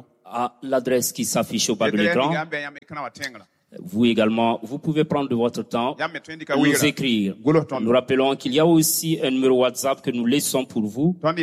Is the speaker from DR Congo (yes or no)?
yes; DR Congo; now in Belgium; Je vis en Belgique. Mais je suis originaire de la RDC.